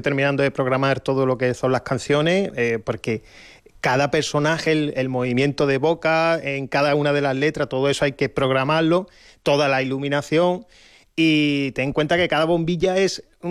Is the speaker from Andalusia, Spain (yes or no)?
yes; Jerez de la Frontera, Andalusia, Spain; now in Toledo area, Spain; gente de Jerez de la Frontera, de mi tierra